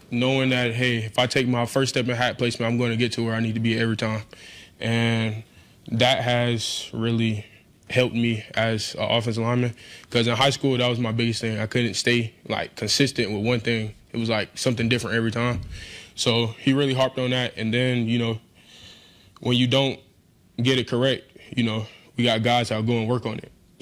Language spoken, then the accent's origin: English; the South, United States; moved away as an adult; now in West Virginia, United States; I'm from the South, so like, you know, it don't get cold down there.